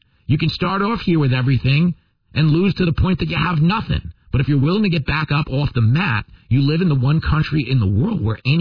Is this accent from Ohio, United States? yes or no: no; Levittown, New York, United States; You know, I grew up in Levittown. It was the first World War II community built for American GIs returning home.